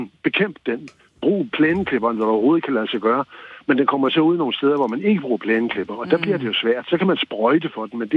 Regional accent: North Denmark Region, Denmark; her i Nordjylland, hvor jeg kommer fra

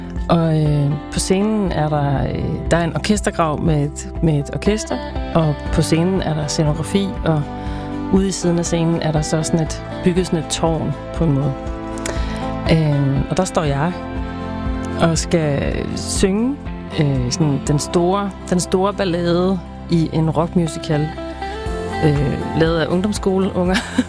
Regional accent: Nyborg, Region of Southern Denmark, Denmark; Vi skal til Nyborg, hvor jeg kommer fra.

